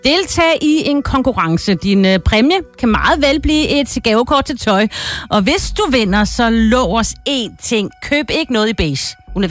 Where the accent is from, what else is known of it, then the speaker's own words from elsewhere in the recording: Roskilde, Zealand, Denmark; born there; Jo, for jeg er født på Roskilde sygehus.